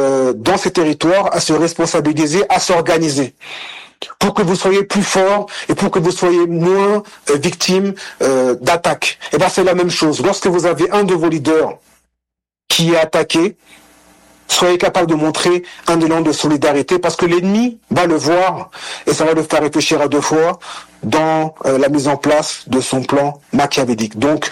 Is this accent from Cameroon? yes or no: yes; Cameroon; Haïti, moi dans ma culture, moi je suis camerounais, hein, mais dans ma culture, dans mes références d'engagement politique, Haïti tient une place particulière.